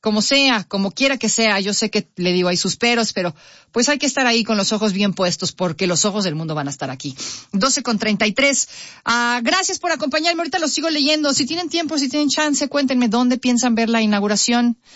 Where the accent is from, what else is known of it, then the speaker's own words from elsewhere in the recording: Mexico; somos mexicanos, somos la sede además.